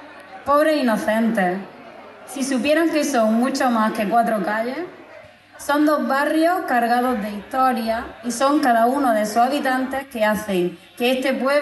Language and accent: Spanish; Garnatilla, Andalusia, Spain; Con esto quiero deciros que para mí la Garnatilla no es solo un pueblo, es el lugar de donde vengo y mis raíces.